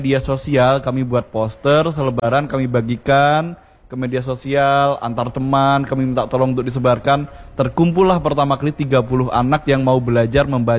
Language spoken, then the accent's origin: Indonesian; Java, Indonesia; moved away; Pertama, saya nggak punya teman kan, karena saya dari Jawa sendiri nih ke sini.